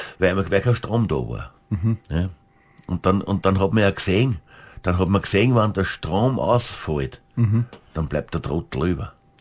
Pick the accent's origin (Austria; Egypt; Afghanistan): Austria; St. Pölten, Lower Austria; also ich liebe mein Heimatort, St. Pölten